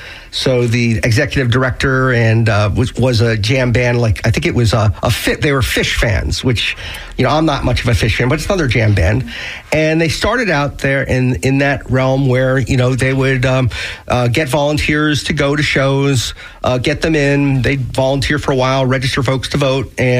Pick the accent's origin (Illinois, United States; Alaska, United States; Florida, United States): Florida, United States; Miami; moved away as an adult; also born or lived in Ohio; now in St. Petersburg, United States; So I grew up in Miami. Was like a typical 18-year-old, moved out of Miami when I was 18 and went to college.